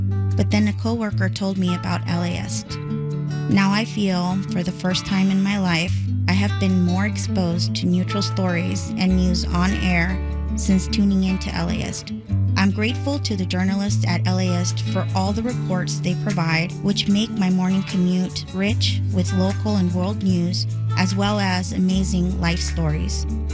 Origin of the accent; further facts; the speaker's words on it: Lincoln Heights, California, United States; I'm from Lincoln Heights.